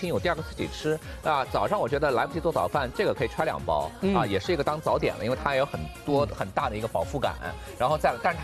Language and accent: Chinese; Shanghai, China; 凤梨酥咱们上海人都爱吃啊